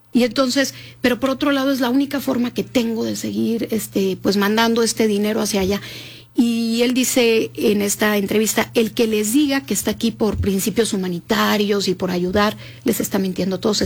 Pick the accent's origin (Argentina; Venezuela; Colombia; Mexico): Mexico; Que eso nos tiende a suceder a los mexicanos cuando pensamos en países quizá como China o como